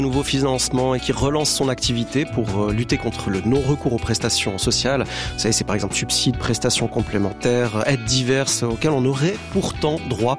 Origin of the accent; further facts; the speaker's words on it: Switzerland; chez nous en Suisse